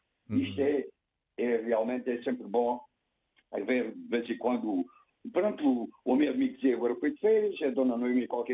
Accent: Almodóvar, Beja, Portugal; born there; nasci mesmo em Almodóvar.

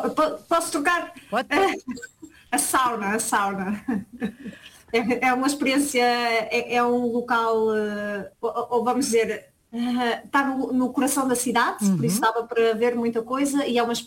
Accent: Portugal; also born or lived in Iceland; now in Norway

